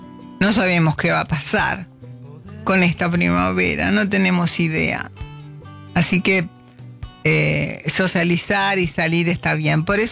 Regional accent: Gualeguaychú, Entre Ríos, Argentina; yo soy de Gualeguaychú, he ido cuando era chica muchas veces.

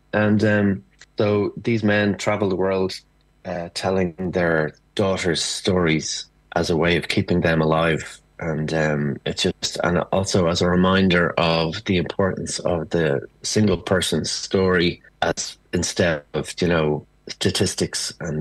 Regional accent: Ireland; And I suppose as Irish people, we have a sense of we are rare in the Western world as a country that never colonized, and we were done to rather than the doing.

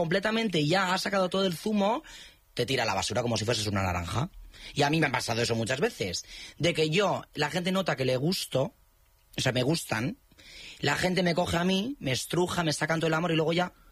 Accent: Basque Country, Spain; Soy vasco. Un vasco.

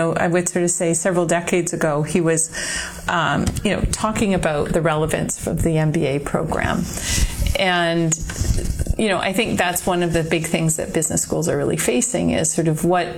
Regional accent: Kamloops, British Columbia, Canada; also born or lived in East Coast, Canada; You know, growing up in Kamloops, I really thought I was good at French until I moved to the East Coast and realized there were actually people that could really speak French.

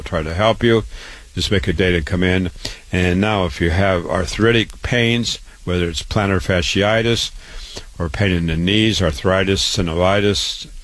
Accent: Waterloo, Iowa, United States; just to introduce myself for a moment, I was born and raised in Waterloo, Iowa.

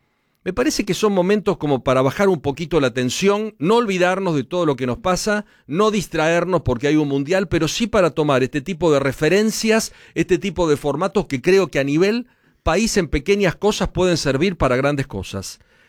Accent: Argentina

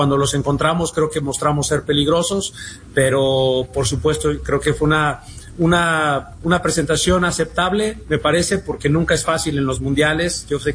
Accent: Mexico; y pues también somos mexicanos y apoyamos a todos los que juegan en la selección de México

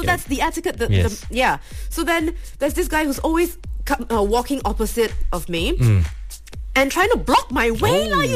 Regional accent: Italy; I'm from Italy.

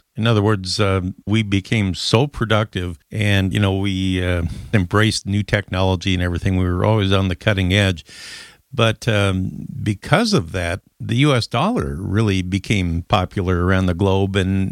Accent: Kansas, United States; when you and I were growing up in Kansas

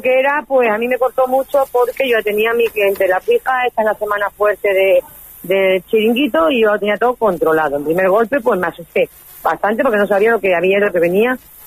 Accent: Abadía, Extremadura, Spain; yo no soy del pueblo, ¿vale? Yo soy de Abadía.

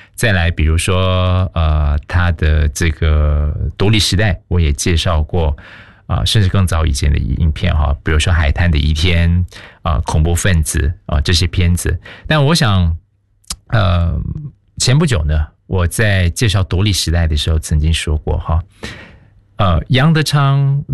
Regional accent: Malaysia; 因为我们是在这个地方出生长大的孩子，我们的意识跟成长的这种经历就只有在马来西亚的一种经验

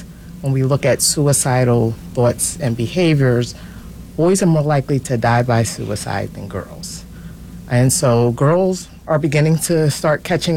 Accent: Philadelphia, Pennsylvania, United States; I came from Mount Airy

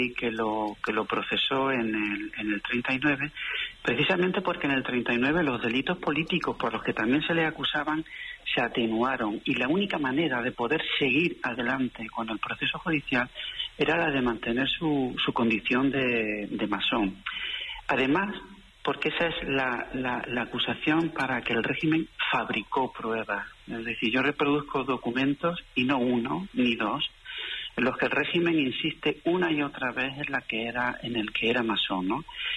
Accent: Granada, Andalusia, Spain; también como granadino quiero expresar mi deuda de gratitud

